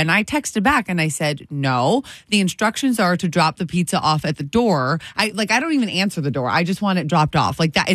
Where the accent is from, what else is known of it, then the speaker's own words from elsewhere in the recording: Michigan, United States; moved away; I grew up in Michigan